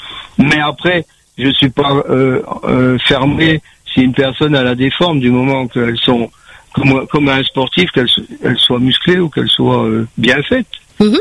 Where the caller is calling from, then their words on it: Saint-Benoît, Réunion; moi, je suis à Saint-Benoît, mais je me déplace, c'est pas grand, l'île, hein. C'est pas comme la métropole.